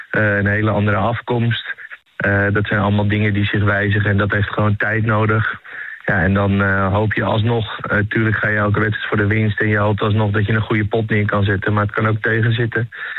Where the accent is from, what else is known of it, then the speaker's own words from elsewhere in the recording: Den Helder, North Holland, Netherlands; moved away; uit het verre Noord-Holland. Helemaal boven in het puntje van Noord-Holland. Want ik kom zelf uit Den Helder. Ja, daar is gewoon een hele andere mentaliteit en manier van omgaan als wat je hier bij elkaar treft.